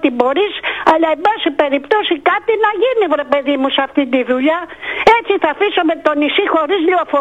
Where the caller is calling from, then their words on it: Chios, North Aegean, Greece; Δεν είναι σωστό αυτό το πράγμα που γίνεται στο νησί μου. Το πέμπτο νησί στην Ελλάδα να μην έχει συγκοινωνίες.